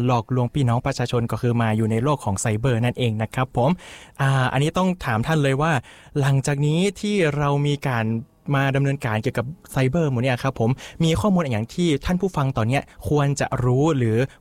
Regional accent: Northern Thailand, Thailand; accent: Yong; ปกตินี่เฮาอู้ยองครับผมรายการนี้แต่วันนี้แขกรับเชิญเป็นเมืองเนาะเป็นคนบ้านเฮาเหมือนกันก็อู้อู้เมืองได้นะครับผม

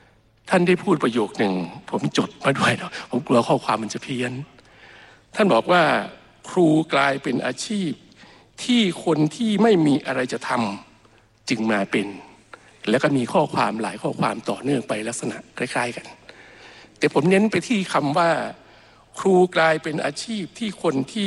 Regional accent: Sisaket, Thailand; born there; ผมมาจากศรีสะเกษ

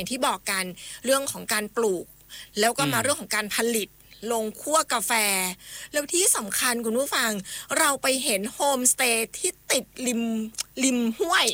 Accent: Chiang Mai, Thailand; เราเป็นคนเชียงใหม่เอง

